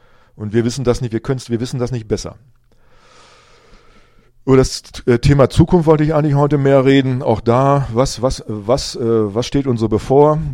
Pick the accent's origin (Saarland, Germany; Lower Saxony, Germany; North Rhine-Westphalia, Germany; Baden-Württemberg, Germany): Lower Saxony, Germany; Rinteln; ich hoffe dann auch in meiner alten Heimatgemeinde in Rinteln, dass dort die Türen aufgehen und ich reden kann und dass Leute zuhören.